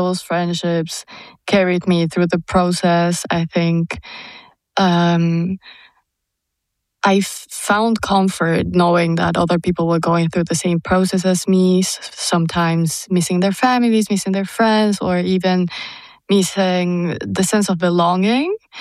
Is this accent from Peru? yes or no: yes; Lima, Peru; English is a second language; moved away as an adult; now in Karlsruhe, Germany; Okay, so I'm from Lima.